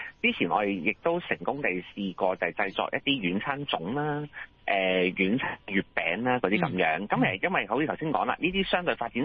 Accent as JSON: {"language": "Cantonese", "country": "China", "said": "其實我哋中國人呢，即係正所謂民以食為天啦"}